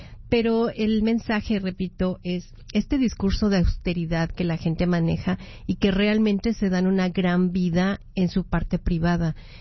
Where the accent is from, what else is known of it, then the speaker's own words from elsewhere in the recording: Mexico; Yo que soy mexicana y pues colaboro con mexicanos en el exterior